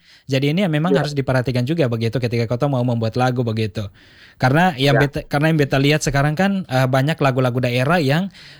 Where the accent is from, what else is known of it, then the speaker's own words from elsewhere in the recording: East Nusa Tenggara, Indonesia; Beta, Beta orang Sabu ya